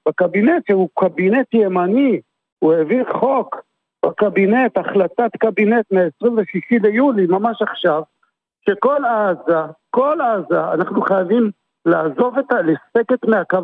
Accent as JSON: {"language": "Hebrew", "town": "Beit Shemesh", "region": "Jerusalem District", "country": "Israel", "tie": "born or raised there", "said": "אני גדלתי בבית שמש"}